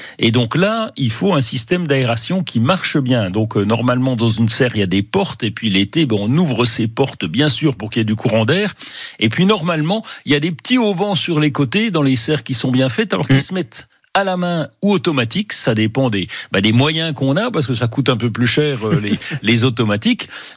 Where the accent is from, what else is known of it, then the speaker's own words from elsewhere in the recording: Bourgogne-Franche-Comté, France; chez nous en Franche-Comté